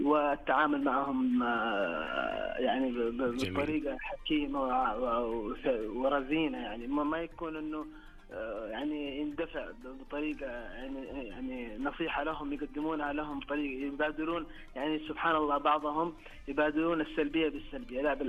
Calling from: Al Qunfudhah, Makkah Province, Saudi Arabia; من مدينة القنفذ.

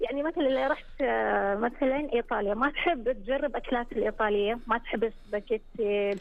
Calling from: Taif, Makkah Province, Saudi Arabia; مدينة من الطايف.

